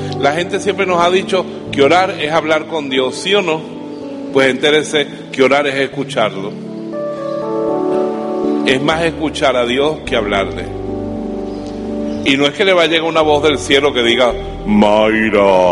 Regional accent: Venezuela; Yo soy venezolano, pero estudié el seminario en Caracas, en Colombia y en España.

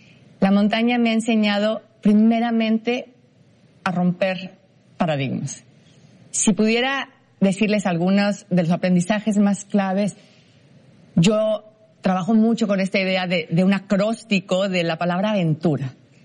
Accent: Mexico; mexicana, alpinista, abogada, emprendedora social, consultora y principalmente madre.

